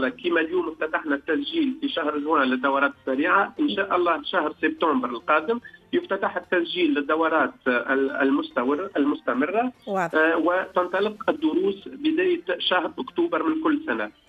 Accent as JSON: {"language": "Arabic", "country": "Tunisia", "said": "الخطاطين اللي عندنا في تونس"}